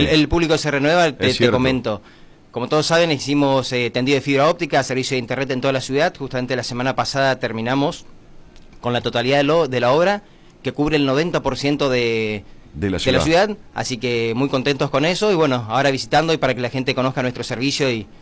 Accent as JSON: {"language": "Spanish", "region": "Misiones", "country": "Argentina", "tie": "born or raised there", "moved": "yes", "lives_now": "Goya, Argentina", "said": "yo soy oriundo puntualmente de Misiones en realidad, pero Misiones, estoy viviendo en Goya hace muchos años."}